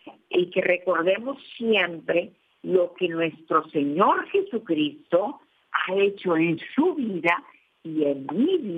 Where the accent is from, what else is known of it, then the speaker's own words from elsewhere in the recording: Mexico; como mexicanos nos sentimos apocados